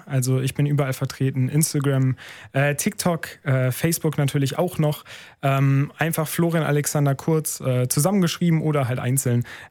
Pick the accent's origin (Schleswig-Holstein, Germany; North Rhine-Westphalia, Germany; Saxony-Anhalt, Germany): North Rhine-Westphalia, Germany; Wuppertal; also born or lived in Remscheid / Hamburg; ich bin ja gebürtiger Wuppertaler, auch als … in Wuppertal aufgewachsen, dann als ich aufs Gymnasium gegangen bin nach Remscheid.